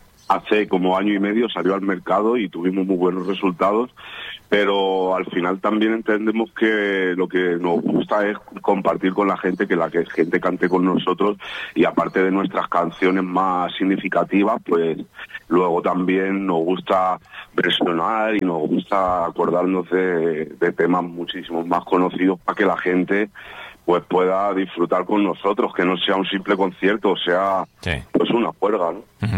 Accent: Torrejón de Ardoz, Community of Madrid, Spain; born there; Yo nací en Torrejón de Ardoz, y esto es la cuna del hip hop en España, por la base americana.

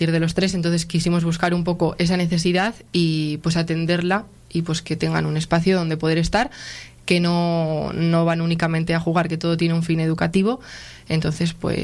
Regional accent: Laredo, Cantabria, Spain; Sí, ¿sí? Soy de Laredo.

